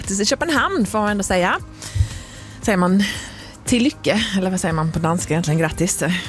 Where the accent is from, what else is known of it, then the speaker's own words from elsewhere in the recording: Skåne, Sweden; Jag är ju i princip född i Danmark när jag växte upp i Skåne.